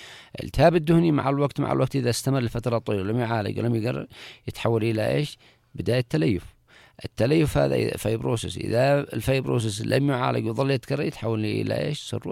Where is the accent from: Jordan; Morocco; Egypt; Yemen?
Yemen; عندنا في اليمن أيضا معنا باقي معنا أيضا بالهارسيا،